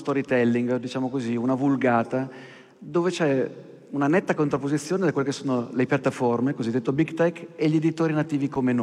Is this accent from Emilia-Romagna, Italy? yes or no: yes; Emilia-Romagna, Italy; la Romagna, che la mia terra natia